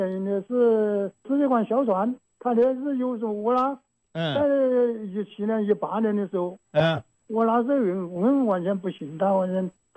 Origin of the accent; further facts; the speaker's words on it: Zhejiang, China; 我是浙江的，我浙江白州的。